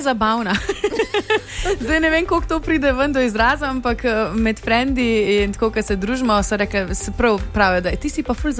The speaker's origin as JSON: {"language": "Slovenian", "town": "Ljubljana", "region": "Central Slovenia", "country": "Slovenia", "said": "Jaz sem pa Ljubljančanka."}